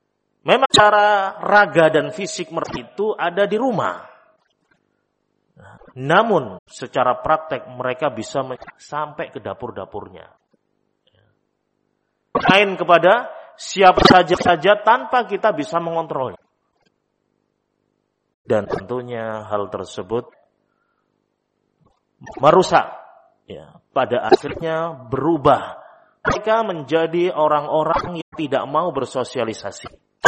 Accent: Java, Indonesia; kalau lah kita orang Jawa.

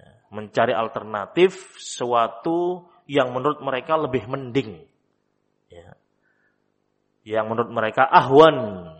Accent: Java, Indonesia

